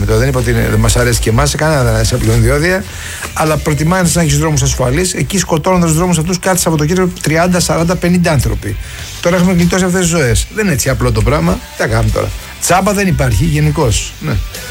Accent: Kalamata, Peloponnese, Greece; απαράδεικτα είναι τα 20 ευρώ διόδια πληρώνω για να πάω στο χωριό μου στην Καλαμάτα.

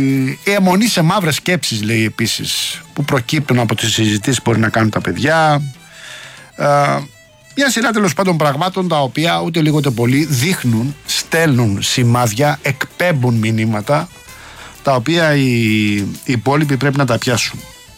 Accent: Rafina, Attica, Greece; now in Athens southern suburbs, Greece; στην πατρίδα μου στη Ραφίνα.

